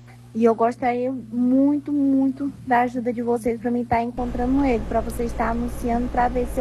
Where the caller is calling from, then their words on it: Conceição do Araguaia, Pará, Brazil; Sou aqui de Conceição do Araguaia, no Pará.